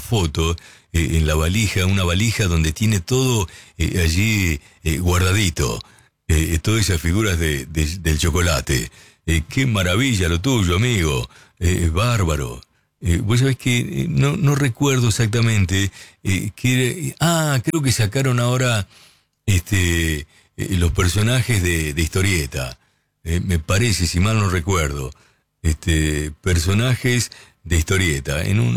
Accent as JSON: {"language": "Spanish", "region": "Corrientes", "country": "Argentina", "tie": "born or raised there", "lives_now": "San Fernando, Argentina", "said": "de San Fernando, excombatiente. En cuanto a la consigna, cuando éramos chicos, en el pueblo de Corrientes, jugábamos a la bolita y el dinero era papel de cigarrillo."}